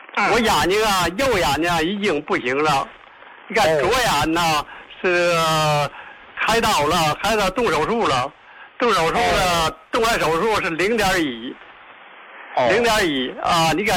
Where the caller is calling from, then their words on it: Dalian, Liaoning, China; 我是大连的，